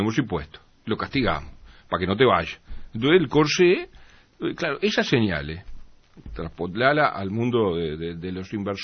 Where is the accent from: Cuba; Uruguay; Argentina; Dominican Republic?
Uruguay